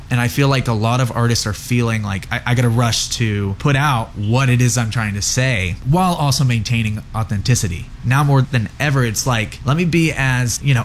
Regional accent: Norman, Oklahoma, United States; I grew up in Norman

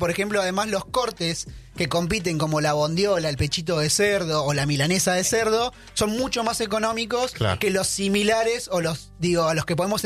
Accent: Necochea, Buenos Aires Province, Argentina; yo soy oriundo de Necochea.

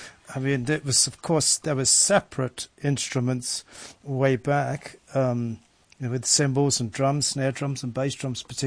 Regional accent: England, United Kingdom; But ironically, I'm an Englishman

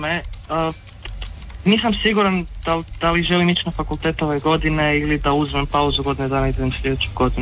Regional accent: Pula, Istria County, Croatia; born there; rođen sam u Puli.

